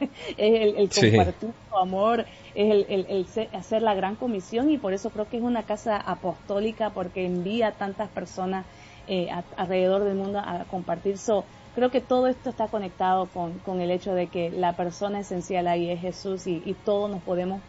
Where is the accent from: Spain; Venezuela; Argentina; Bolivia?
Bolivia; now in United States; yo soy de Bolivia